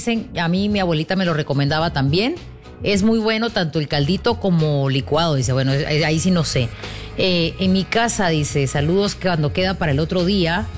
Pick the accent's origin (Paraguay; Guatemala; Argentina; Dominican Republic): Guatemala; Yo sé, hoy no es lunes, pero como buen chapín, aunque haya calor, tomamos caldito de macuy, ¿sí o no?